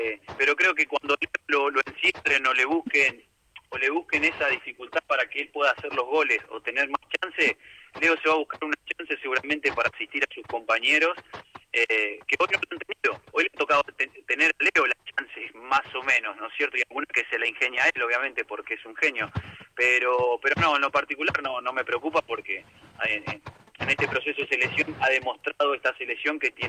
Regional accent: Argentina; pero sí como argentinos muchas veces siempre sentimos que tenemos la obligación de defender algo

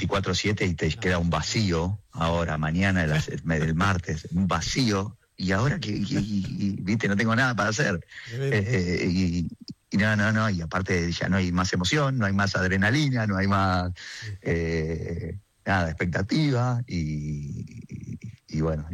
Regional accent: Argentina; nosotros la verdad que estamos acostumbrados como argentinos en todo a arreglarlo con lo que hay, ¿viste?

